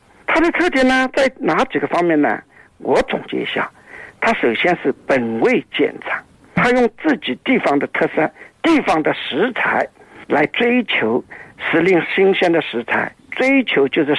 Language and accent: Chinese; Changzhou, Jiangsu, China; 所以我们常州人知道